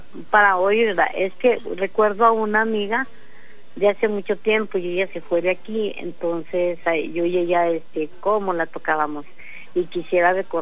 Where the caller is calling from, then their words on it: Fresnillo, Zacatecas, Mexico; De aquí de Fresnillo